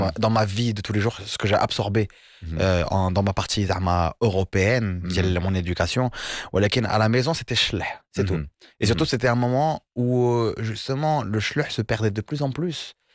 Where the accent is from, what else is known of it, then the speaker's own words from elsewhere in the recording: France; born there; Moi, je suis né en France, donc je fais partie de je suis issu de cette génération de la diaspora.